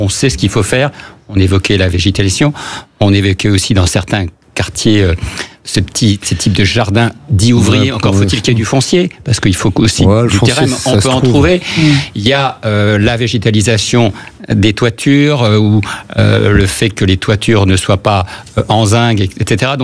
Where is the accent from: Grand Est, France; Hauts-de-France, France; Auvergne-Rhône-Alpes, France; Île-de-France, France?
Île-de-France, France; Paris; moi je suis parisien